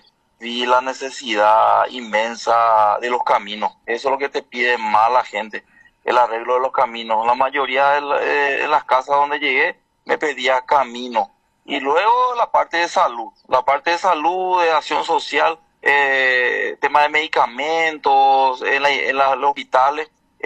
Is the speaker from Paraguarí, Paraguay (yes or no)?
yes; Carapeguá, Paraguarí, Paraguay; yo soy carapegüeño de cuna, nací en Carapeguá, me malcrié en Carapeguá y le quiero a mi ciudad.